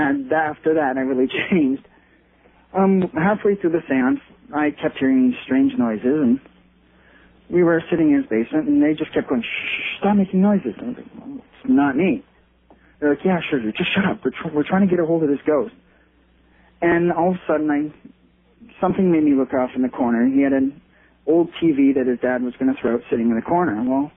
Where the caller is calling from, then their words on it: London, Ontario, Canada; from London, Ontario, Canada.